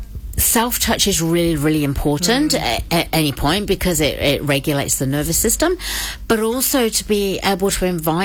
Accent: Birmingham, West Midlands, United Kingdom; accent: Birmingham; Where I come from, Birmingham.

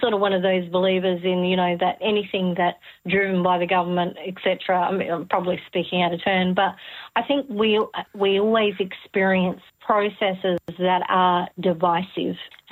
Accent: Western Australia, Australia; so we classify ourselves as Mirninga.

